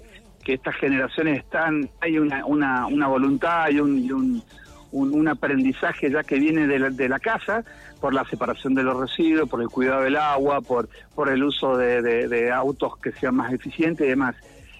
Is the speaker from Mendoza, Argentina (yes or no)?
yes; Mendoza, Argentina; Es como yo, como mendocino, como aldearense, me encanta ir a la enramada, ir al río, ir al Club Banco